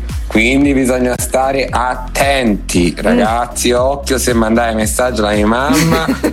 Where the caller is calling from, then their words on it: Tuscany, Italy; qui in Toscana si fa un gran casino